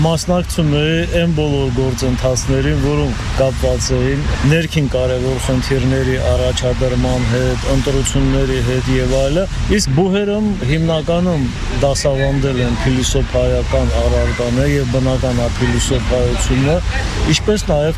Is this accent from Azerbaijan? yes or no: yes; Stepanakert, Nagorno-Karabakh, Azerbaijan; born or raised there; moved away as an adult; also born or lived in Yerevan